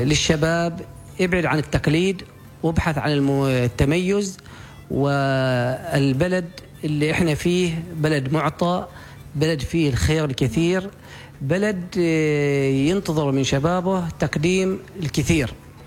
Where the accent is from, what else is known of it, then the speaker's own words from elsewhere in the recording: Oman; عندنا في عمان.